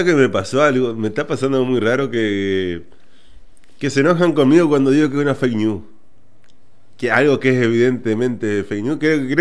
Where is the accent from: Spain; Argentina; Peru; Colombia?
Argentina